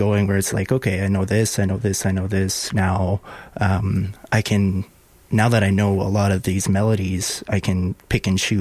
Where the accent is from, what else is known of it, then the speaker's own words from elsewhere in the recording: Wabasca, Alberta, Canada; So I grew up in Wabasca. It's about 3 hours north of Edmonton, a little small town, a little bit of municipality, a little bit of reserve.